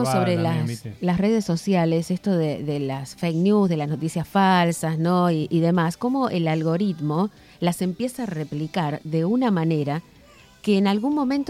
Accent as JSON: {"language": "Spanish", "country": "Argentina"}